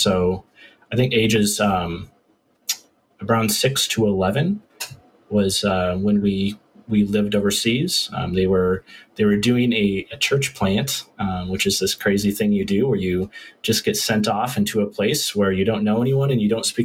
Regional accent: Pullman, Washington, United States; also born or lived in Portland, Oregon / Belgium; when I was little, it was primarily just a college town.

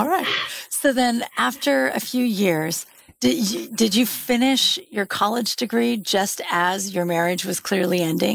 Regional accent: California, United States; I grew up near San Francisco and everybody were not very several hours, but people were always like, oh, Northern California.

